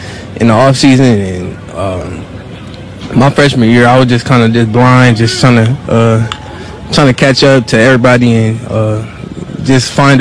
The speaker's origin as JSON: {"language": "English", "area": "the Bay Area", "region": "California", "country": "United States", "tie": "born or raised there", "said": "growing up in the Bay Area"}